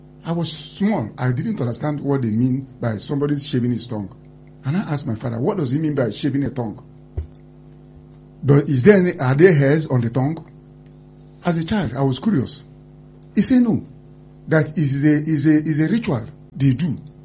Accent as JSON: {"language": "English", "country": "Nigeria", "said": "I love Nigeria, Tolu. I'm a Nigerian."}